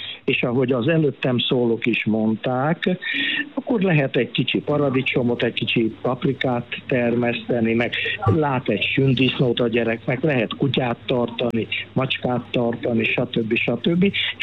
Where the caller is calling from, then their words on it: Vas County, Vas, Hungary; Vas megyéből telefonálok